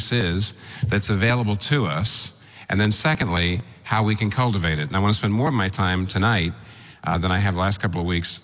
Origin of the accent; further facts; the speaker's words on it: Pennsylvania, United States; And that's why I'm here. I'm from Pennsylvania.